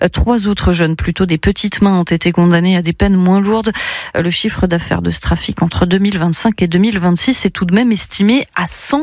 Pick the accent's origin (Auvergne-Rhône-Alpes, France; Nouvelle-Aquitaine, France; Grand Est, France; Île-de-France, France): Grand Est, France; Strasbourg; en tant que strasbourgeoise